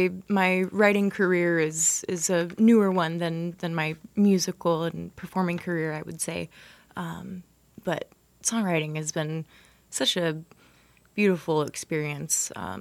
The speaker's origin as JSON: {"language": "English", "town": "Dixon", "region": "California", "country": "United States", "tie": "born or raised there", "said": "I was born and raised in Dixon, but when you're born and raised in Dixon, you kind of are born and raised in Davis a little bit, too."}